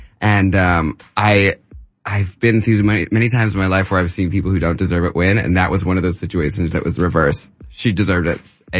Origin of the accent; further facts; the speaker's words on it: Seattle, Washington, United States; moved away; also born or lived in New York; I'm just from Seattle. We're both from Seattle.